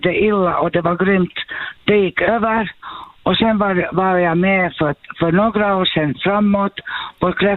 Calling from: Ekenäs, Uusimaa, Finland; Jag är från Ekenäs, ja.

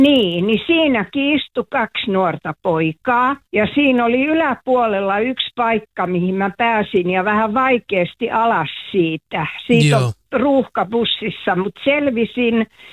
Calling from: Vantaa, Uusimaa, Finland; täällä meillä Myyrmäessä

